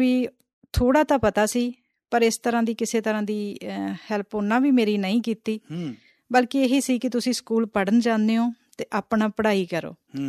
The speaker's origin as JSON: {"language": "Punjabi", "region": "Punjab", "country": "India", "tie": "born or raised there", "said": "ਮੇਰਾ ਜਿਹੜਾ ਪੇਕਾ ਪਰਿਵਾਰ ਹੈ ਉਹ ਫਾਜ਼ਿਲਕਾ ਅਤੇ ਮੁਕਤਸਰ ਦੀ ਹੱਦ 'ਤੇ ਮੰਡੀ ਅਮੀਨਗੰਜ ਇੱਕ ਕਸਬਾ ਹੈ, ਜੀ ਉੱਥੋਂ ਦਾ ਇਹ ਸਕੂਲ ਸੀ, ਅਤੇ ਉੱਥੇ ਨੇੜਲਾ ਮੇਰਾ ਪਿੰਡ ਹੈ ਚੱਕ ਘੇਰੂ ਵਾਲਾ।"}